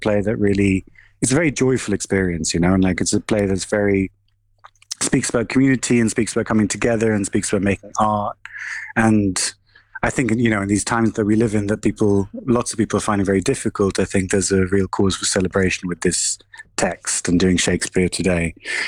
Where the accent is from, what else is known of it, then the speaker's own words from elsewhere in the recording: Oxford, South East England, United Kingdom; but also I'm from Oxford